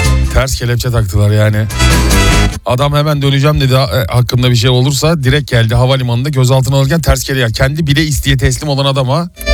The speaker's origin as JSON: {"language": "Turkish", "region": "İzmir", "country": "Turkey", "also_born_or_lived": "Istanbul", "said": "Ben İstanbul'da doğdum ama yani benim memleketim İzmir."}